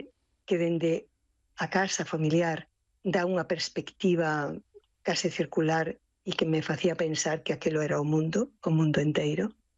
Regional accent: Pontedeume, Galicia, Spain; Sempre digo que son criatura das Fragas, porque, como ben dixeches, Belén, eu nacín na parroquia de Ombre, concello de Ponte de Eume, que é unha das entradas ás Fragas do Eume.

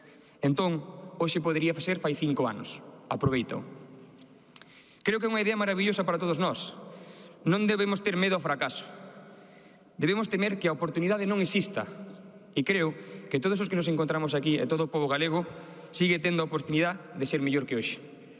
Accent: Galicia, Spain; Eu, pois un pouco perplexo, e como bon galego respondín

